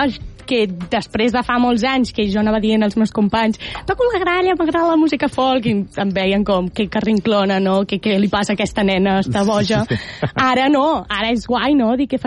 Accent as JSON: {"language": "Catalan", "town": "L'Hospitalet de Llobregat", "region": "Catalonia", "country": "Spain", "tie": "born or raised there", "lives_now": "El Prat de Llobregat, Spain", "said": "i jo també he crescut a l'Hospitalet, però ara visc al Prat."}